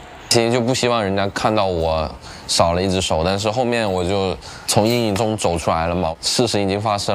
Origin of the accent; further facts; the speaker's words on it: Dongguan, Guangdong, China; born there; also born or lived in Hunan; 今年24岁，我出生在广东东莞，但是我其实是湖南人。